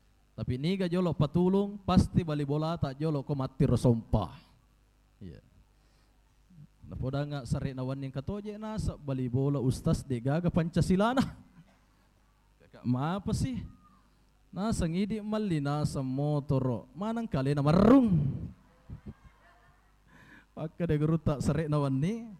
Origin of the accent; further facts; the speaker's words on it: Belawa, South Sulawesi, Indonesia; now in Pinrang, Indonesia; Saya ini Pak Ibu, saya asli orang Belawa. Sudah 15 tahun tinggal di Pinrang.